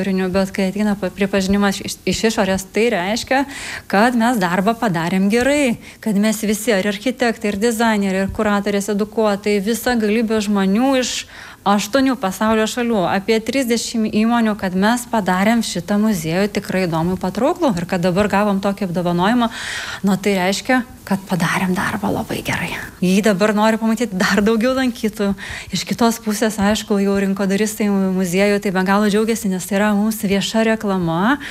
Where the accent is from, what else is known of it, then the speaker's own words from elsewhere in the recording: Samogitia, Lithuania; aš pati kilusi iš Žemaitijos.